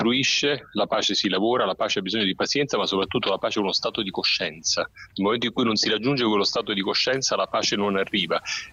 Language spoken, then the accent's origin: Italian; Naples, Campania, Italy; moved away; da napoletano è un grande orgoglio, perché tornare poi nella mia città di tanto in tanto